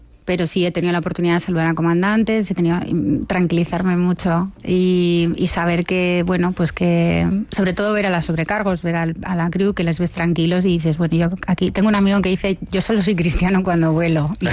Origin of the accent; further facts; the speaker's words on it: Bilbao, Basque Country, Spain; yo soy de Bilbao